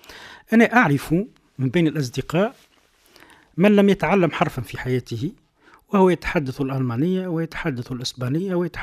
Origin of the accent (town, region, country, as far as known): Tunisia